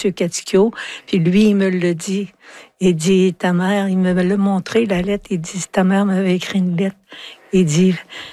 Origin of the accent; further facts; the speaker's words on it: Quebec, Canada; Mais tu sais, je viens de l'Abitibi.